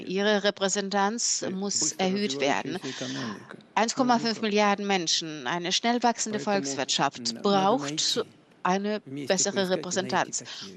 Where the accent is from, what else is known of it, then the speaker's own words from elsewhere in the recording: Shanghai, China; German is a second language; Ich komme aus Shanghai, aus China.